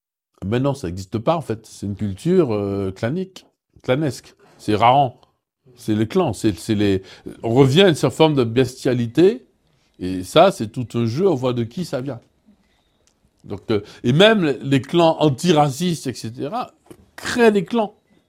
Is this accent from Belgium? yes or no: no; Martinique; Et tu dis, je suis de la France, de la Martinique.